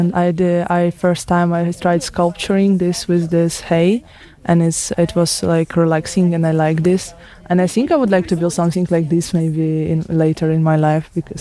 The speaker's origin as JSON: {"language": "English", "town": "Odesa", "region": "Odesa Oblast", "country": "Ukraine", "said": "I'm from Ukraine, from Odessa, and I was in Slovakia in June"}